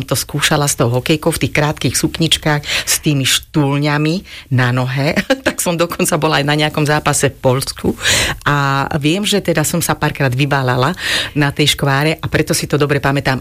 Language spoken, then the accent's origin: Slovak; Bratislava, Bratislava Region, Slovakia; vyrastala som úplne od malilinkata, od jasličiek, škôlky, základnej školy, gymnázia. Všetko som absolvovala v týchto Krasňanoch